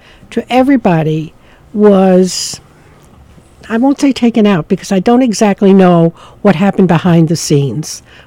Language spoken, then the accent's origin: English; Long Island, New York, United States; at Hofstra College, which is near where I grew up on Long Island.